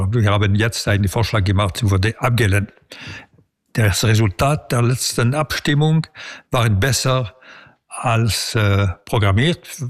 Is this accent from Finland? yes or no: no; Switzerland; Als Schweizer bin ich für die Verfassung.